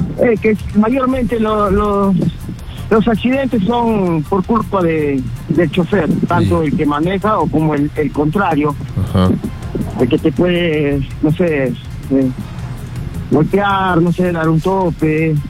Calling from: Italy; estoy aquí en Italia.

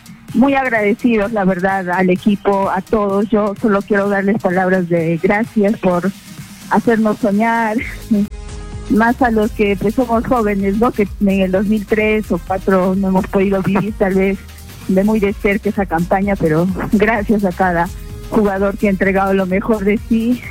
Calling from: Cusco, Peru; Justo desde Cusco, desde la Plaza de Armas de aquí.

